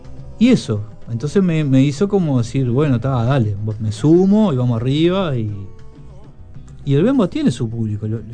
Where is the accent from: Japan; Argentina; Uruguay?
Uruguay